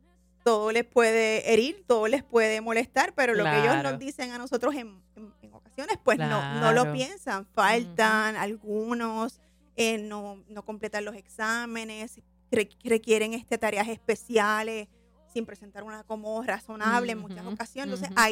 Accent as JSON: {"language": "Spanish", "town": "Mayagüez", "country": "Puerto Rico", "lives_now": "Cupey, Puerto Rico", "said": "Yo soy de Mayagüez."}